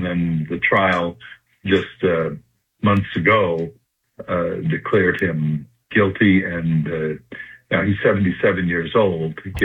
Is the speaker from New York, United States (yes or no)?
yes; Brooklyn, New York, United States; Well, you know, I grew up in Brooklyn without air conditioning, too.